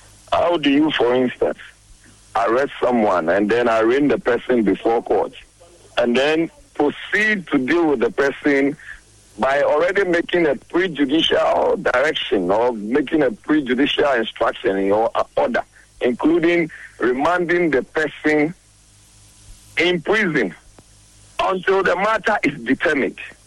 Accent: Ghana

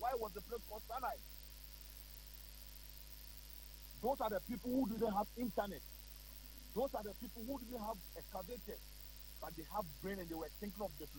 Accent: Ghana

